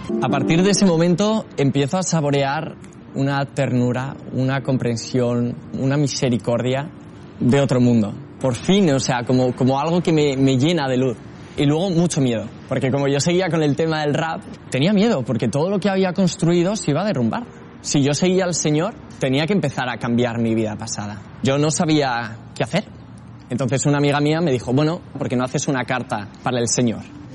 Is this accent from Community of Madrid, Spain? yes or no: yes; Madrid, Community of Madrid, Spain; soy de Madrid, me dedico pues a evangelizar a los jóvenes.